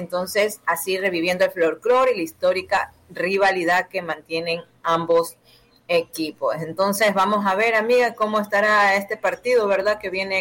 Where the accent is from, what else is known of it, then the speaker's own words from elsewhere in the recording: Ecuador; venía en el taxi viendo el partido, como buena ecuatoriana